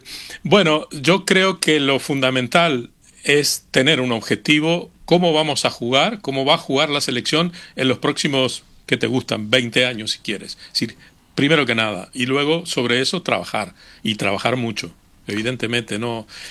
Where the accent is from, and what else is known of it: Uruguay